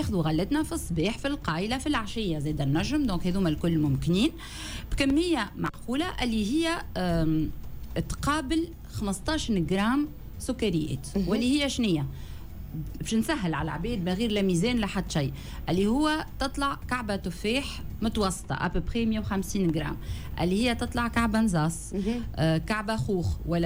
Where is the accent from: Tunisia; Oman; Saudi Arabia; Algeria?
Tunisia